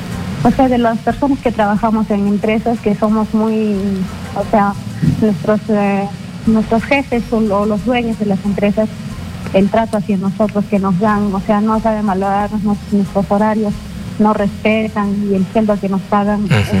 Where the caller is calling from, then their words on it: Arequipa, Peru; Desde Arequipa.